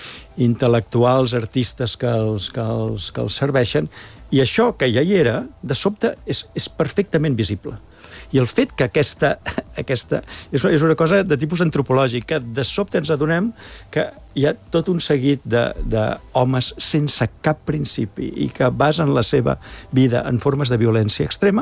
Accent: Catalonia, Spain; com a catalans

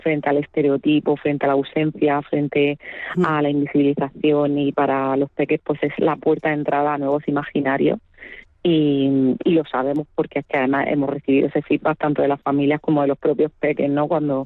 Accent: Murcia, Region of Murcia, Spain; born there; also born or lived in Equatorial Guinea; yo soy ascendencia ecuatoguineana y cuando mi madre pues llegó a España después de la dictadura de Macías, el tío del actual dictador, pues ella pues también se sintió y vivió muy sola, ¿no? En soledad y sin comunidad en Murcia, porque además aterrizamos en Murcia

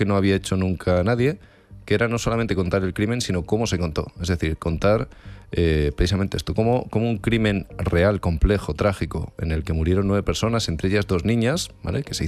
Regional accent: Moraleja, Extremadura, Spain; mi pueblo, en Moraleja, allí en Cáceres

